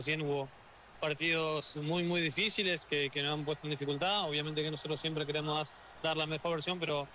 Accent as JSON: {"language": "Spanish", "country": "Argentina", "said": "Nosotros como argentinos estamos también acostumbrados a sufrir"}